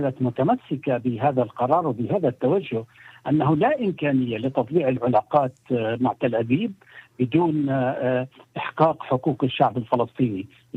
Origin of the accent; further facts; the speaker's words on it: Jordan; وأنا مواطن أردني